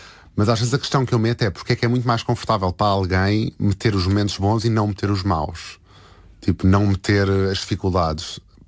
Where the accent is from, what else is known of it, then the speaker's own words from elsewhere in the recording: Oeiras, Lisbon, Portugal; Tive assim várias zonas onde cresci, mas assim, a minha infância foi em Porto Salvo.